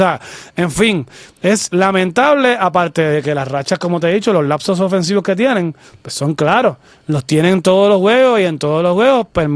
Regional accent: Puerto Rico; yo soy boricua.

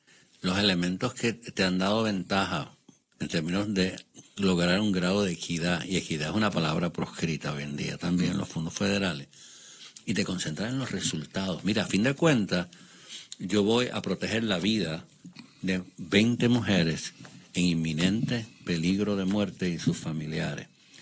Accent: Puerto Rico; somos puertorriqueños, a que somos hispanos, a que somos minoría

